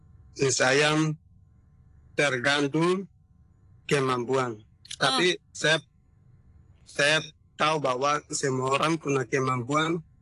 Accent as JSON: {"language": "Indonesian", "region": "Papua", "country": "Indonesia", "said": "kita orang Papua jangan ke pasar jadi pembeli."}